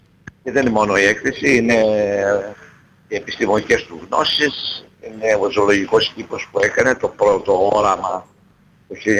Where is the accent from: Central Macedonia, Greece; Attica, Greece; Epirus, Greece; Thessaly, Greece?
Central Macedonia, Greece; Vavdos; now in Thessaloniki, Greece; η καταγωγή μου από τον Βάβδο Χαλκιδικής είναι ο Βάβδος